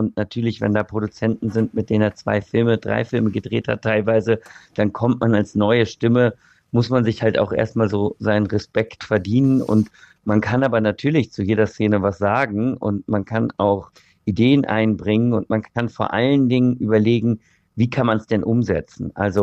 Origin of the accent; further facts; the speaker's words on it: Cologne, North Rhine-Westphalia, Germany; Also, ich bin gebürtiger Kölner